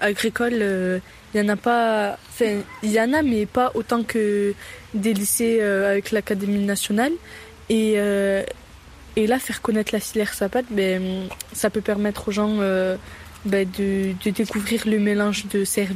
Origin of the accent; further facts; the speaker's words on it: Millau, Occitanie, France; J'ai 18 ans. Je suis née en Aveyron, à Millau. J'ai grandi dans un milieu rural.